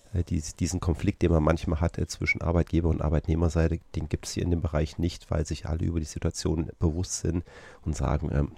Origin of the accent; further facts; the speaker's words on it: Thuringia, Germany; Ich komme aus dem Wartburgkreis, deshalb habe ich das am Schirm.